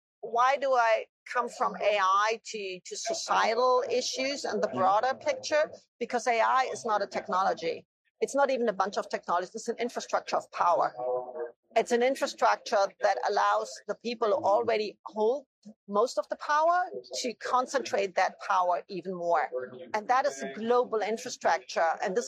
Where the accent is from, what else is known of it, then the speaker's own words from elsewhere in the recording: Germany; I'm from Germany